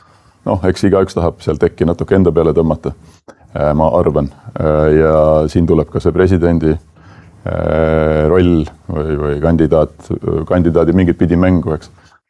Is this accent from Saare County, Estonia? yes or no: yes; Saare County, Estonia; Ma ise olen Saaremalt